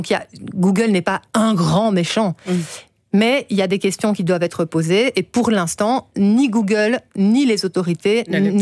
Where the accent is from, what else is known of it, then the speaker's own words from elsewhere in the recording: Belgium; ça veut dire que transite chez nous, en Belgique, en consommant toute cette énergie, des données qui ne nous concernent même pas